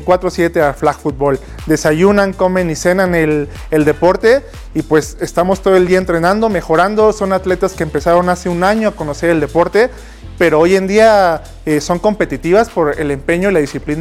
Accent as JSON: {"language": "Spanish", "country": "Mexico", "moved": "as an adult", "lives_now": "China", "said": "Encantado de estar en mi país"}